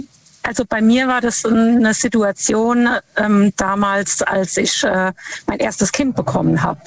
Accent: Lampertheim, Hesse, Germany; Ich komme aus Lampertheim.

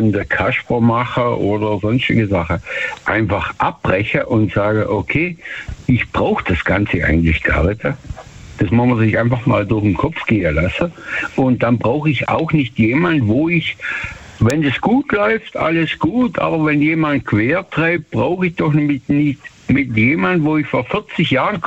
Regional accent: Germany; Ich bin bei einem tschechischen Motorradclub als Deutscher, als Einzigster.

